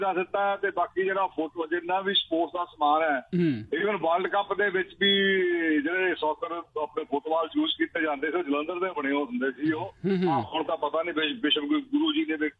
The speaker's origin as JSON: {"language": "Punjabi", "region": "Punjab", "country": "India", "tie": "born or raised there", "said": "ਜਲੰਧਰ ਨਾਲ ਸਾਡੀਆਂ ਬੜੀਆਂ ਪੁਰਾਣੀਆਂ ਯਾਦਾਂ ਜੁੜੀਆਂ ਹੈ ਤੇ ਮੇਰਾ ਪਿੰਡ ਵੀ ਜਲੰਧਰ ਜ਼ਿਲ੍ਹੇ ਦਾ ਆਖਰੀ ਪਿੰਡ ਹੈਗਾ"}